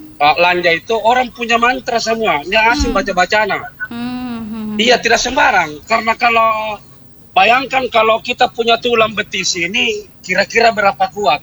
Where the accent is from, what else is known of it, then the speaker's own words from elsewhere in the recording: South Sulawesi, Indonesia; Ya, jadi memang kita itu orang Bugis Makassar, memang ada mantranya.